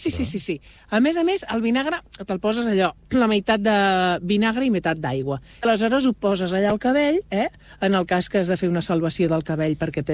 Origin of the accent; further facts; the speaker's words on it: Catalonia, Spain; Perquè som catalans.